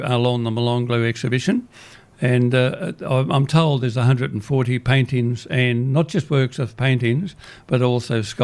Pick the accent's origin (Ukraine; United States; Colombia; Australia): Australia; Queanbeyan, New South Wales; Margaret and I hail from Queanbeyan